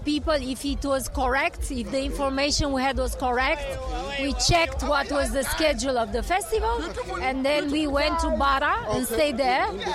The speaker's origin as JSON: {"language": "English", "country": "Romania", "second_language": "English", "said": "Yeah, it's international name, but okay. I'm from Romania."}